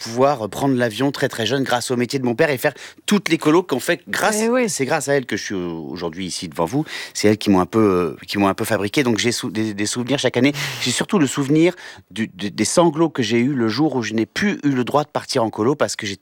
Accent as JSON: {"language": "French", "country": "Réunion", "tie": "born or raised there", "moved": "yes", "said": "moi aussi je suis réunionnais"}